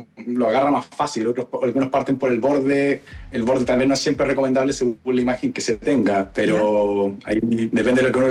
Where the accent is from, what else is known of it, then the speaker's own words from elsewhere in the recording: Chile; En esta oportunidad somos 4 chilenos, los tres que estamos presentes aquí